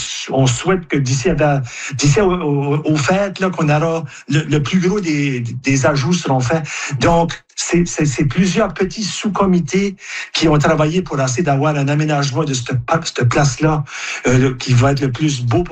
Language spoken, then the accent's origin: French; Saint-Louis-de-Kent, New Brunswick, Canada; Et c'est pour ça que chez nous, à Saint-Louis-de-Kent, il y a 24 pionniers là, qui ont arrivé à partir de 1797, 98, 99, etc.